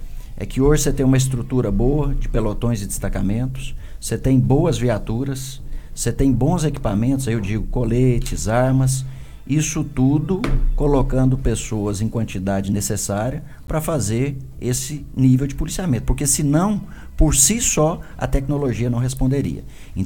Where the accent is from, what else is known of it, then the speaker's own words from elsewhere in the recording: Minas Gerais, Brazil; born there; now in Belo Horizonte, Brazil; Eu sou nascido aqui, registrado no Quartel São João, que é um distritozinho ali do Quartel Geral.